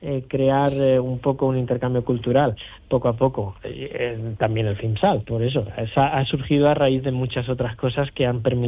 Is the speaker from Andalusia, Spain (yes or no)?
yes; Sorbas, Andalusia, Spain; also born or lived in Almería; now in Hong Kong, China; Sí, yo nací en Almería, pero bueno, soy de Sorbas.